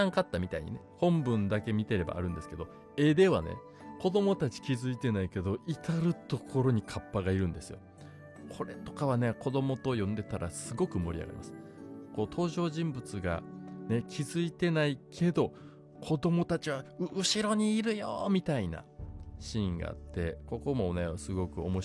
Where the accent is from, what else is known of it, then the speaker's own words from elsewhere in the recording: Kansai, Japan; accent: Kansai-ben; 僕はあのネイティブスピーカーなんで関西弁のね